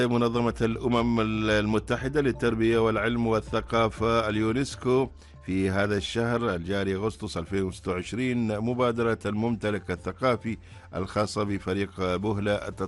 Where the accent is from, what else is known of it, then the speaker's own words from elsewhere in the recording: Oman; إحنا كعمانيين